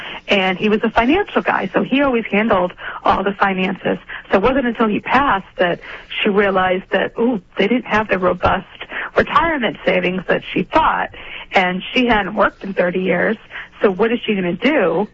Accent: Cape Cod, Massachusetts, United States; I grew up on the Cape.

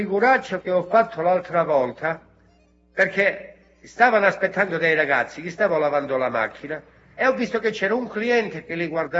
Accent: Catanzaro, Calabria, Italy; E questi si guardavano, mi dicevano, ma tu di dove sei? Ho detto, qua di Catanzaro, e non ci conosci, no?

